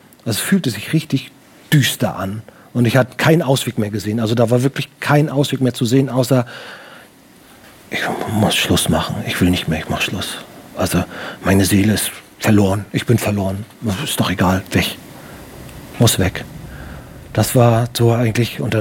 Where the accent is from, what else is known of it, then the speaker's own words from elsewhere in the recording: Baltic coast, Germany; Ich komme aus der Nähe von der Ostsee.